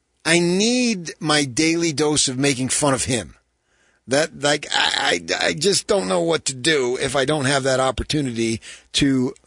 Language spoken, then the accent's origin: English; New Jersey, United States; Born and raised in New Jersey, I was a devout Utah football fan.